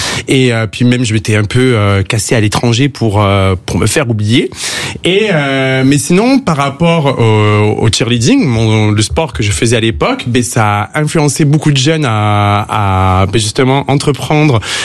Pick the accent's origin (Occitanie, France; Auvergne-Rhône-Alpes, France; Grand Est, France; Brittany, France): Occitanie, France; Lourdes; moi je viens de Lourdes, donc pas grand chose à faire.